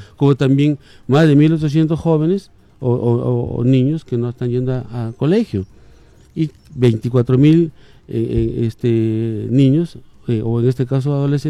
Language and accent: Spanish; Santo Domingo, Piura, Peru; yo provengo del distrito de Santo Domingo, de la Sierra, ¿no? Soy natural de ese distrito.